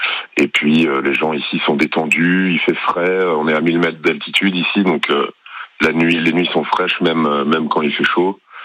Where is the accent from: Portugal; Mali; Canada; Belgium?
Belgium; Brussels, Brussels-Capital Region; moved away as an adult; now in Saint-Alban-sur-Limagnole, France; moi, je viens de Belgique.